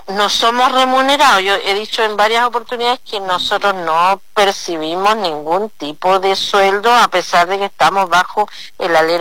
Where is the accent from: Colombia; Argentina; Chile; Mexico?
Chile; born there; Yo soy presidenta de la Junta de Vecinos de Yequito por primera vez, de un lugar maravilloso donde yo nací